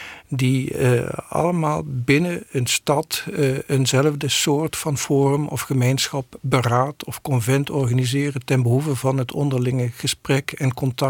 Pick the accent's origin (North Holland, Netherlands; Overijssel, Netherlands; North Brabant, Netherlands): North Brabant, Netherlands; Oss; Geboren in Os, woon daar nog steeds.